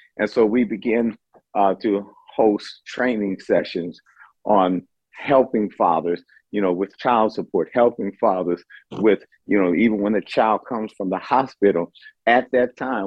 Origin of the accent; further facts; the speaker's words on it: Oakland, California, United States; I'm from Oakland, California, and born and raised there.